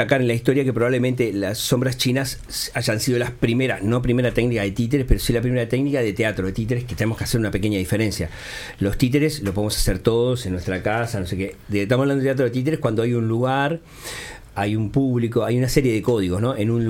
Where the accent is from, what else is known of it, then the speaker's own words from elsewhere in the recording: Montevideo, Uruguay; Mi familia es de una familia humilde, ¿no? Bastante humilde. Somos del Cerro, cerquita de Cerro Norte ahí.